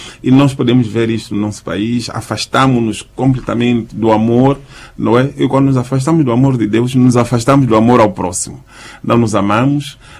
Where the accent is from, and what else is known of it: Mozambique